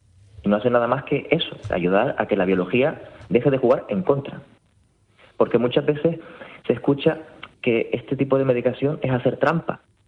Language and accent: Spanish; Canary Islands, Spain; accent: Canarian; Con mi acento canario igual puede pasar desapercibida esa Z.es.